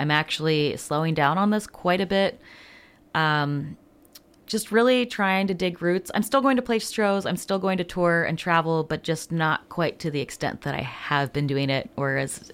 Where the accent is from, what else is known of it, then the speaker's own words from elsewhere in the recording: Pennsylvania, United States; also born or lived in Goshen, Indiana; now in Northern Michigan, United States; I grew up in Pennsylvania.